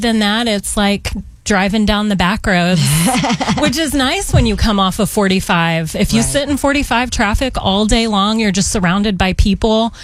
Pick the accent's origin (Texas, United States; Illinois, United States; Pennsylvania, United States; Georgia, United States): Texas, United States; Deer Park; I grew up in Deer Park, which when I was in Deer Park, had a very small town feel.